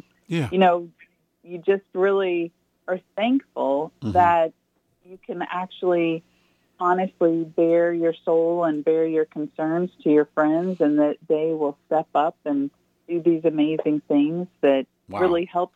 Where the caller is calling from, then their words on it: Columbia, United States; from Columbia.